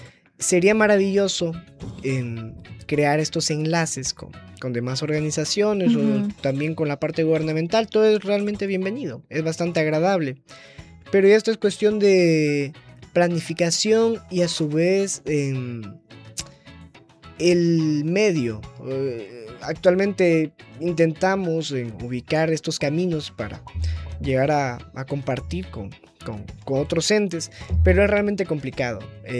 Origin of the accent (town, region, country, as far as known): Honduras